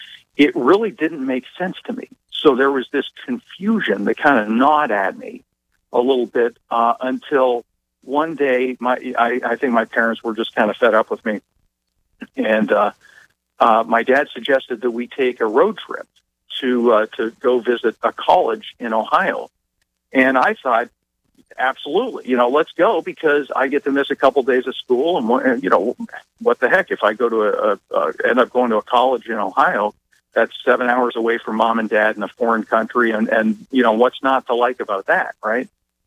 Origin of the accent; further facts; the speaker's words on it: Canada; Yeah, Canadian-American? I'm Canadian.